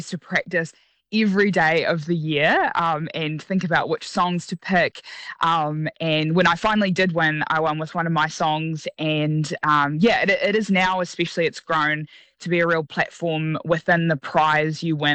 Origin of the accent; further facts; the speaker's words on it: Gore, Southland, New Zealand; moved away; I grew up here in Gore. This is my hometown and mum and dad still live here.